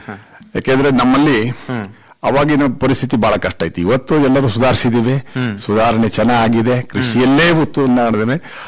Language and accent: Kannada; Ikkeri, Karnataka, India; ಮೂಲತಃ ನಾನು ಹೇಳಬೇಕು ಅಂತಂದ್ರೆ, ಸಾಗರ ತಾಲೂಕಿನ ಇಕ್ಕೇರಿ ಊರು ನಾನು. ನಾವು ಕೃಷಿ ಕುಟುಂಬನೇ.